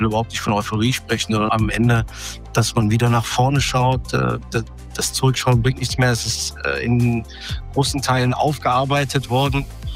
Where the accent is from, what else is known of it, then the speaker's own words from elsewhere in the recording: Aachen, North Rhine-Westphalia, Germany; Ich bin gebürtig aus dem Rheinland in Aachen.